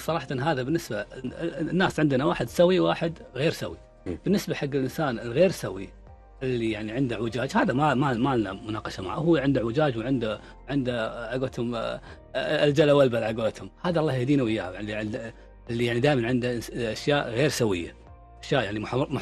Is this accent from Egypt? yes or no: no; Kuwait; احنا عندنا الكويت